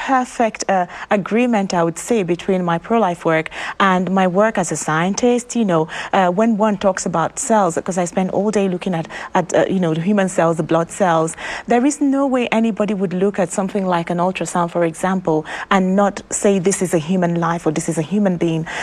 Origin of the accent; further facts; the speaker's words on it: Nigeria; moved away as an adult; now in United Kingdom; But I was born and raised in Nigeria, in the southeastern part of Nigeria.